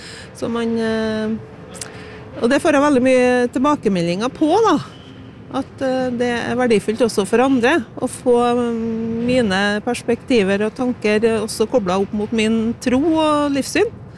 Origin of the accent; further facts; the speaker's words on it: Trøndelag, Norway; now in Orkanger, Norway; Laksøybygda I Orskland kommune, litt sør-vest for Trondheim.